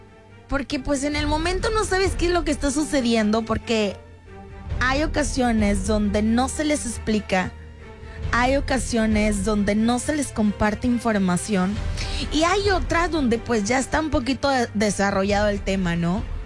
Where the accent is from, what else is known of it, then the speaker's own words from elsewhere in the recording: Mexico; los mexicanos nos vestimos como mexicanos